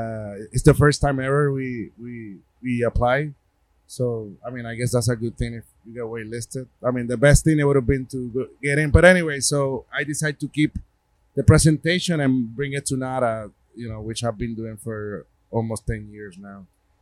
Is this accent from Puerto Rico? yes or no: yes; Puerto Rico; accent: Puerto Rican; my Puerto Rican accent, which I'm very proud of.